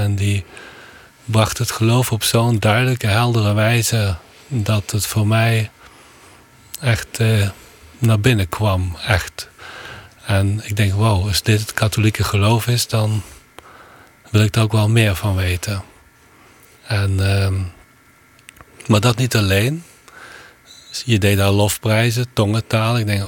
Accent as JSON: {"language": "Dutch", "town": "Landgraaf", "region": "Limburg", "country": "Netherlands"}